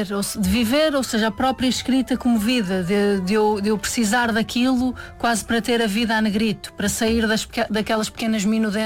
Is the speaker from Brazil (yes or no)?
no; Vizela, Norte, Portugal; Sou de Vizela, exatamente.